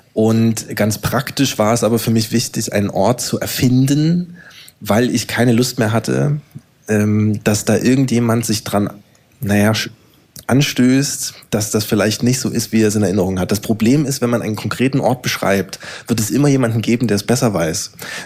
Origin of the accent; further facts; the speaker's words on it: Kamenz, Saxony, Germany; also born or lived in Räckelwitz; Ich komme aus Kamenz